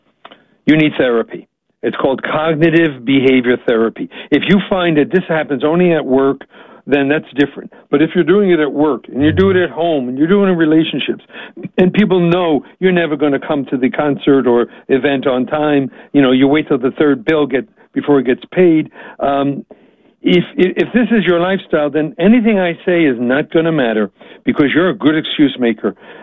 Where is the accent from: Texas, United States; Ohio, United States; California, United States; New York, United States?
New York, United States; I talk fast. I'm from New York, so I can do this.